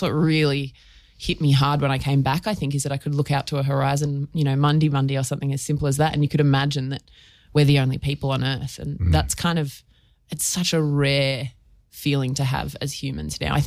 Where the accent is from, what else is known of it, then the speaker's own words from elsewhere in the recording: Bourke, New South Wales, Australia; born there; now in Broken Hill, Australia; no, I wasn't born here, not an A grader. but I was born, further upstream in a little town called Bourke in far west New South Wales. My family had moved out there to help start a Christian commune.